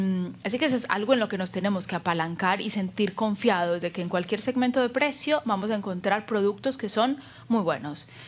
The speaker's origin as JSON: {"language": "Spanish", "country": "Colombia", "moved": "yes", "lives_now": "Argentina", "said": "también soy colombiana, esto es indiscutible."}